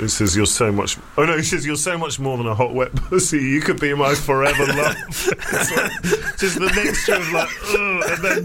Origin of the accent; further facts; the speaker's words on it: England, United Kingdom; I think being English and growing up watching Carry On films.